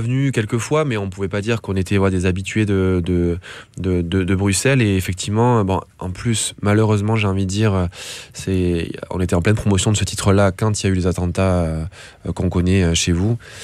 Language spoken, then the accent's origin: French; France; C'est devenu la blague en fait chez nous en France, ce truc-là.